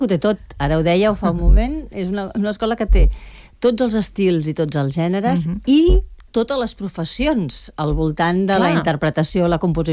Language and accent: Catalan; Barcelona, Catalonia, Spain; jo soc de Nou Barris